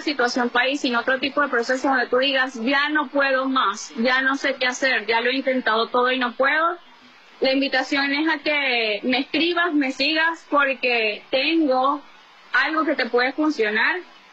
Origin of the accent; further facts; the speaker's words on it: Venezuela; porque así somos las venezolanas, somos mujeres aguerridas, echadas para adelante, que no nos detenemos ante las circunstancias.